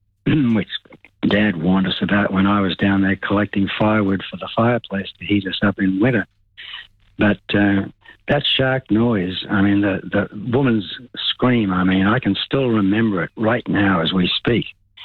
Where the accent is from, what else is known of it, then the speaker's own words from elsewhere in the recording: Sydney, New South Wales, Australia; now in Lilyfield, Australia; I grew up in Castle Crag.